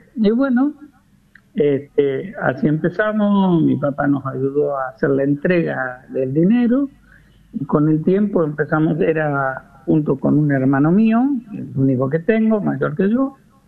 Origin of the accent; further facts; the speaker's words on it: Arias, Córdoba, Argentina; nosotros en esta zona, en mi pueblo, trajimos el sifón de plástico como novedad